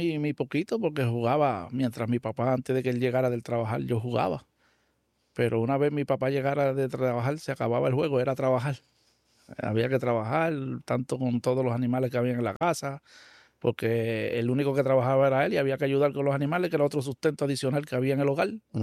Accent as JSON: {"language": "Spanish", "town": "Canóvanas", "country": "Puerto Rico", "tie": "born or raised there", "also_born_or_lived": "San Isidro, Canóvanas / Palmasola, Canóvanas", "said": "Y allá en Palmasola tuvimos bien poco tiempo, como algún año, año y medio más. Pero la mayor parte de la niñez la viví en donde vivo actualmente, que es Los Cafés"}